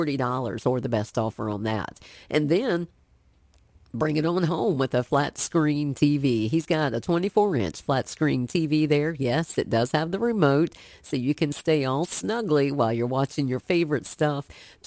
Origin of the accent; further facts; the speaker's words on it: the South, United States; I'm from the South, okay?